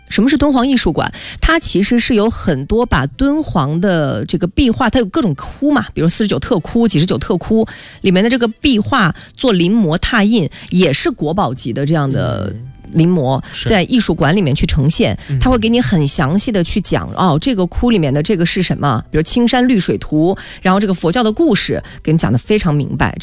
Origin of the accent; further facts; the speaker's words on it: Lanzhou, Gansu, China; moved away; 非常欢迎大家去我的家乡转一转